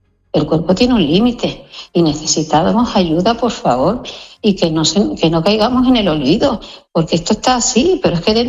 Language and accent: Spanish; Ceuta, Spain; Nosotros somos españoles. Tanto Ceuta como Melilla y independientemente de la creencia religiosa, nuestros vecinos, ¿no? ¿Qué digo yo? Nuestra población caballa, mayoritariamente es musulmana y cristiana